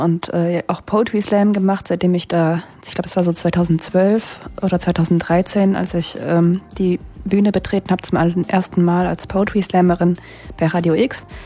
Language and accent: German; Frankfurt, Hesse, Germany; also born or lived in Cologne; habe ich noch eine Zeit lang danach auch in Köln gewohnt und bin dann irgendwann wieder zurück in meine Heimatstadt Frankfurt.